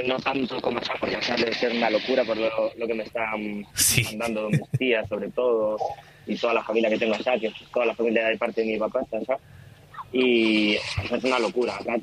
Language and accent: Spanish; Spain; accent: Argentine; bueno, me crié acá en España, pero las costumbres son todas argentinas